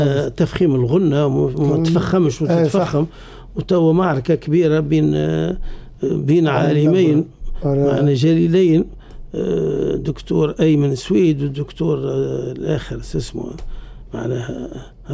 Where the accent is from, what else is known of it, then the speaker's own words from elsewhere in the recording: Tunisia; إحنا عندنا في تونس